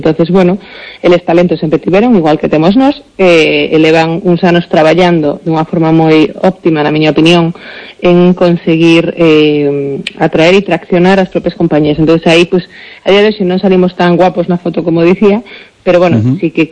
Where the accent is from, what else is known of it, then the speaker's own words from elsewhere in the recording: Galicia, Spain; Pero a nivel galega, como galega falando, eu creo que é importante que consiguiéramos máis fondos ou máis capital galego invertindo nestas iniciativas.